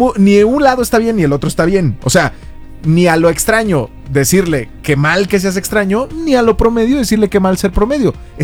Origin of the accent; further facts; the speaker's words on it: Guadalajara, Jalisco, Mexico; born there; nací en Guadalajara y le voy a la América.